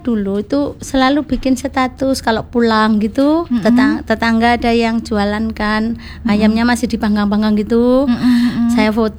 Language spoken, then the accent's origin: Indonesian; Trenggalek, East Java, Indonesia; moved away; kebetulan saya itu orang Trenggalek.